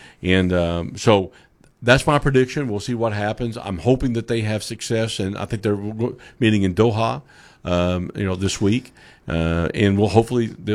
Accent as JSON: {"language": "English", "country": "United States", "said": "We've got a great country. I love being an American. I love our country."}